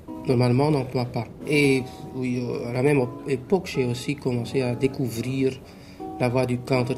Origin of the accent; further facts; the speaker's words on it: Ghent, Flanders, Belgium; j'ai toujours beaucoup chanté quand j'étais petit dans une maîtrise de la cathédrale chez nous à Gand.